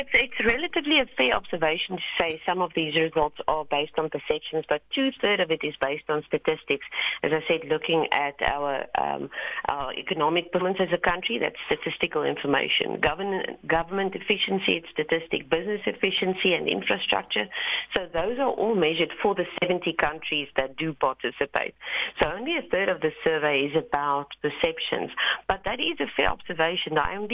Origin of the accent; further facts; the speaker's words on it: South Africa; we as South African citizens